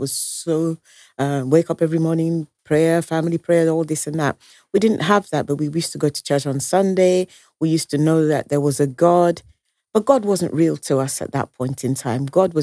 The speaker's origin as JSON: {"language": "English", "region": "London", "country": "United Kingdom", "tie": "born or raised there", "also_born_or_lived": "Nigeria", "said": "as opposed to being here growing up in London, where everybody, you know, you go for your eye test, you go for your ear test, you go for doctors."}